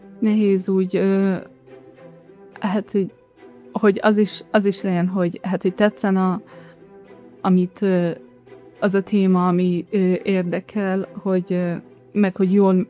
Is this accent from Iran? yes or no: yes; Iran; moved away as an adult; now in Hungary; itt születtem, és amikor egy éves voltam, akkor költöztünk Iránba, és 18 évesen jöttünk vissza.